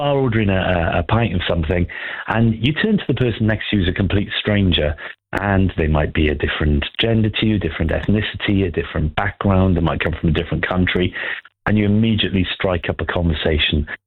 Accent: Wales, United Kingdom; now in Rochester, United Kingdom; and I'm not from London, I'm from Wales originally, and I live in Rochester, and I work in London

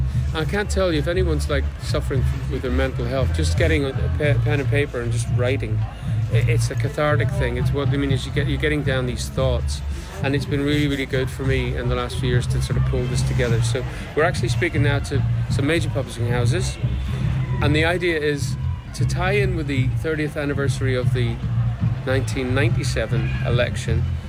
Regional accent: Derry, Northern Ireland, United Kingdom; when I grew up in the Bogside, I was born in 66, and we were there. We moved out because of the Bloody Sunday and all the trouble

